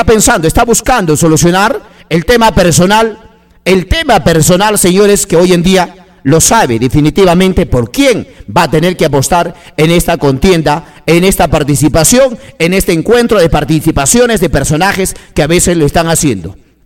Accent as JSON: {"language": "Spanish", "country": "Peru"}